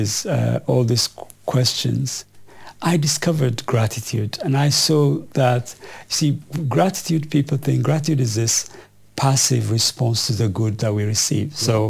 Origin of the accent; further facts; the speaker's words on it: Ethiopia; moved away as an adult; now in United Kingdom; I'm from Ethiopia. I came with $250 in my pocket, knowing nothing about Britain, knowing English